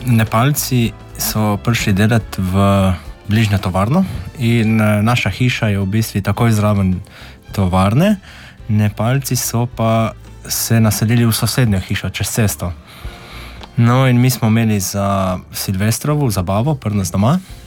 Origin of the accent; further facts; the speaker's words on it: Kal pri Pivki, Pivka, Slovenia; Prihajam iz Kala pri Pivki. To je majhna vas v občini Pivka. Kao ima morda 300 ljudi, 300 prebivalcev, občina Pivka nekaj čez 6000.